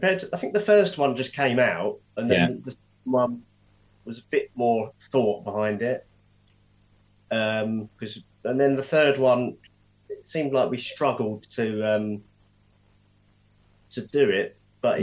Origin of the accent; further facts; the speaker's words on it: Essex, East of England, United Kingdom; I'm from Essex